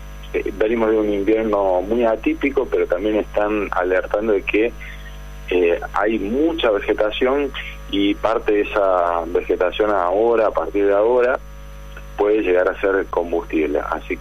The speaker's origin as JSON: {"language": "Spanish", "region": "Córdoba", "country": "Argentina", "lives_now": "Río Cuarto, Argentina", "said": "sos cordobés, al igual que yo"}